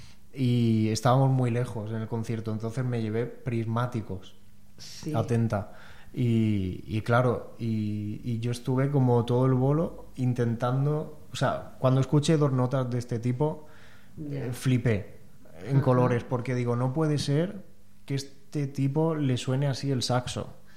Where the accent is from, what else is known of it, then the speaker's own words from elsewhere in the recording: Villena, Valencian Community, Spain; Saxofonista de Villena. Me crié aquí, en Las Malvas